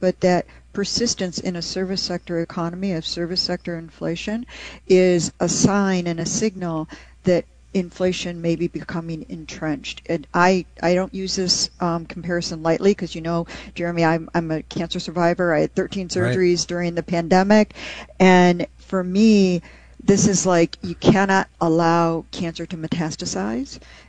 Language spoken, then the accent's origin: English; Detroit, Michigan, United States; I'm a child of the 1970s, and I became an economist because I grew up in Detroit.